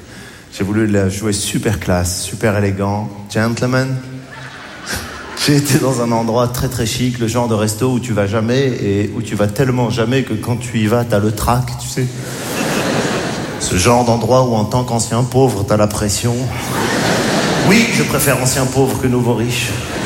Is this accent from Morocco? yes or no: yes; Morocco